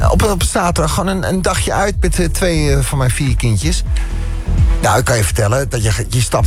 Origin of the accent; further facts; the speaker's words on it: Biddinghuizen, Flevoland, Netherlands; Ik kom uit Biddinghuizen. Dat is hemelsbreed 15 kilometer verwijderd van het dolfinarium.